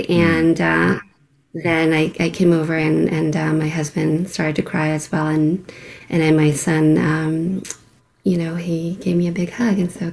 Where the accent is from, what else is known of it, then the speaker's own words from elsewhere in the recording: Brazil; moved away; So this is growing up in Brazil.